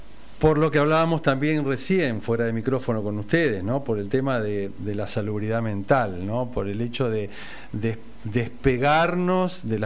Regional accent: La Plata, Buenos Aires Province, Argentina; also born or lived in Colonia; yo soy de La Plata.

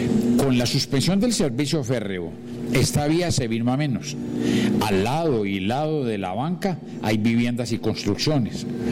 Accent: Paisa region, Colombia; Somos orgullosamente paisas

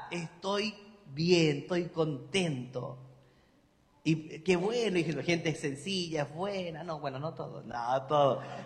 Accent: Andacollo, Coquimbo, Chile; porque yo que crecí en Andacollo, la cantidad de milagros

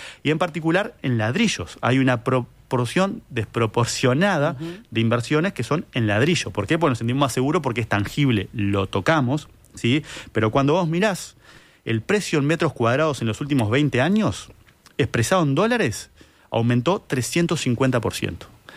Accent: Uruguay

